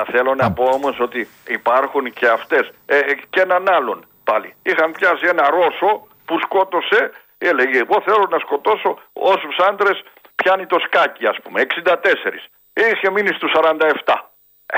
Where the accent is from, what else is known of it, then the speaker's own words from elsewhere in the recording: Veltsista, Greece; born there; Στο χωριό μου τον παλιό καιρό είχε βγει και ένα θρύλος. Στη Βελτσίστα οι γυναίκες τρώνε ξύλο.